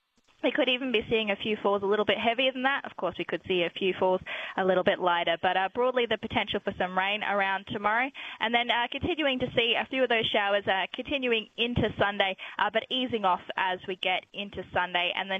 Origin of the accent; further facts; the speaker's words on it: Bordertown, South Australia, Australia; I did calisthenics as a kid and I grew up in Bordertown.